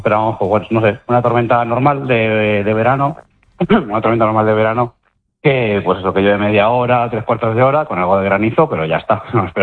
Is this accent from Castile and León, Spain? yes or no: no; Begís, Valencian Community, Spain; mi pueblo siempre está en cuesta